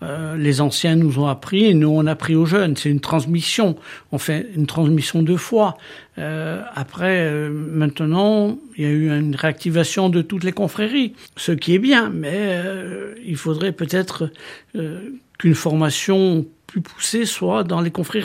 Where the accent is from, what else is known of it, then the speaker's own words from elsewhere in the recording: Coutoli, Corsica, France; now in Ajaccio, France; je suis originaire de Coutoli. J'ai grandi à Coutoli jusqu'à peu près l'âge de 8-9 ans. Avant de descendre sur Ajaccio, mais tout en restant toutes les grandes vacances et toutes les vacances tout court chez mes parents travaillant.